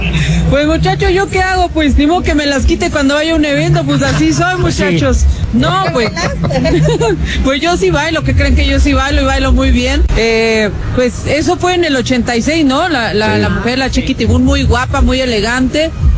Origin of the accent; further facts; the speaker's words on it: Mexico; De broma, pues así somos los mexicanos, nos reímos de todo y yo me río de todo.